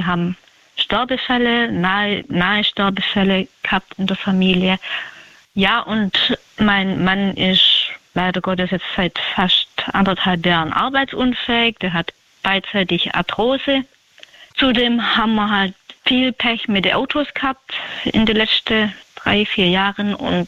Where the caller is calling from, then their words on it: Straßdorf, Baden-Württemberg, Germany; Also ich komme aus Straßdorf, das liegt bei Schwäbisch Gmünd.